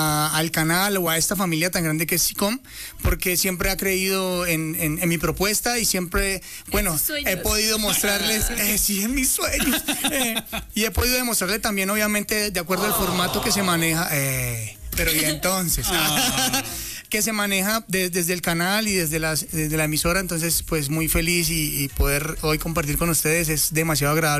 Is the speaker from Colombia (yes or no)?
yes; Cali, Valle del Cauca, Colombia; es nacido en Cali, Valle del Cauca. Criado en Jumbo